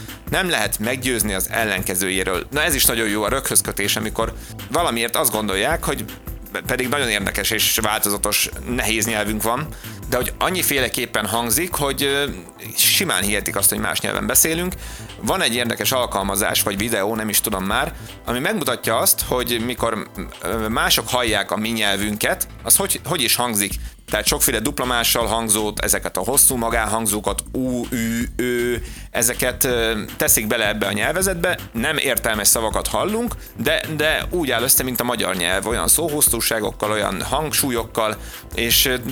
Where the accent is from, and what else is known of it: Hungary